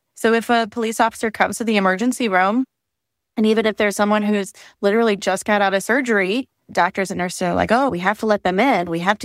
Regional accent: Indiana, United States; In my home state, Indiana, you have to be 18 years old, and that's it.

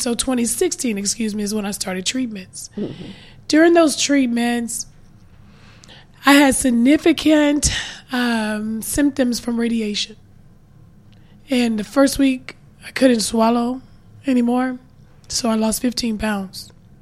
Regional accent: Little Rock, Arkansas, United States; moved away as an adult; also born or lived in Alaska; So I grew up in Hollingcourt Projects off 12th Street back in the 80s and 90s.

